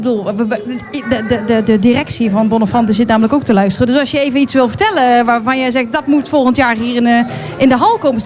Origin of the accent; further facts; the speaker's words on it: North Brabant, Netherlands; ik kom zelf uit Brabant. Het was voor mij best wel een stukje rijden.